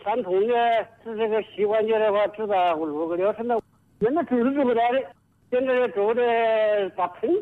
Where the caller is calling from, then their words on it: Jingmen, Hubei, China; 我是金门沙洋的。